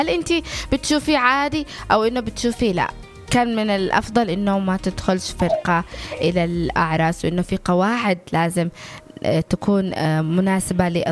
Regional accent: Yemen; في مجتمعنا اليمني

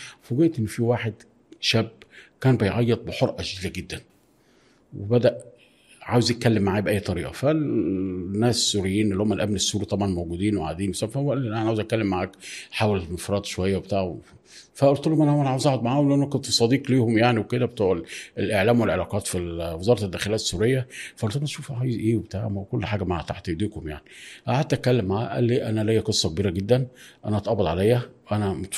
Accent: Egypt; ان انا صحفي مصري

